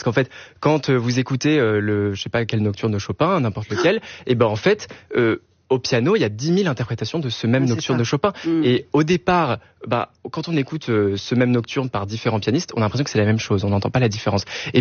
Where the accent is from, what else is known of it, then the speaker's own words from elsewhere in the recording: Lille, Hauts-de-France, France; moi, je viens de Lille, l'Opéra de Lille, je pouvais y aller pour 5 euros.